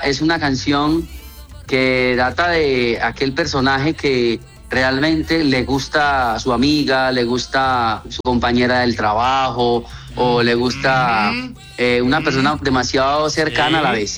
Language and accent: Spanish; Medellín, Antioquia, Colombia; Yo soy de aquí, de Medellín. Yo nací en Medellín.